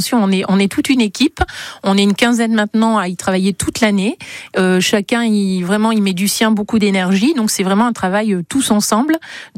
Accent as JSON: {"language": "French", "town": "Lalinde", "region": "Nouvelle-Aquitaine", "country": "France", "said": "chez nous, en Périgord, à la Linde"}